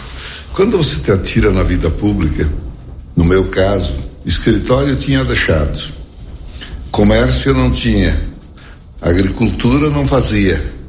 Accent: Amaral, Rio Grande do Sul, Brazil; Eu sempre tive orgulho de dizer que eu era de Amaral

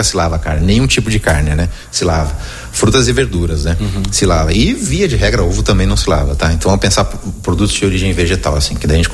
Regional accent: Brazil; E eu também sou brasileiro

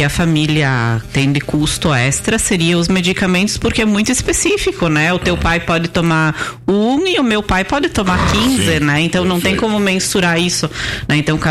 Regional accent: Veranópolis, Rio Grande do Sul, Brazil; now in Vila Flores, Brazil; Eu sou natural de Veranópolis e moro em Vila Flores

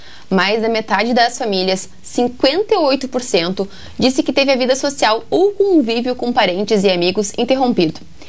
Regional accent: São Gabriel, Rio Grande do Sul, Brazil; moved away; Eu sou de São Gabriel

